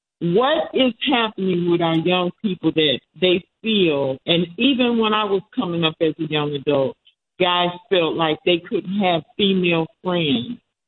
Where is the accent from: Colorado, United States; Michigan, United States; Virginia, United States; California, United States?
Michigan, United States; Detroit; also born or lived in Tennessee; now in North Carolina, United States; I'm from Detroit, I'm from Tennessee by way of Detroit. I've been in here